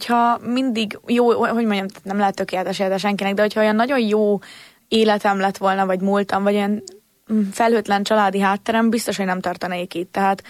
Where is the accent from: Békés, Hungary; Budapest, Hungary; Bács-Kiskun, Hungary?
Budapest, Hungary; mivel elköltöztettek minket Rózsadombról, ott, ahol én felnőttem, és eladották velünk a lakást.